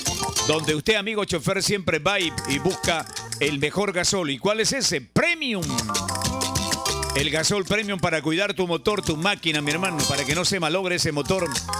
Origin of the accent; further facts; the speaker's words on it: northern Peru, Peru; porque somos peruanos.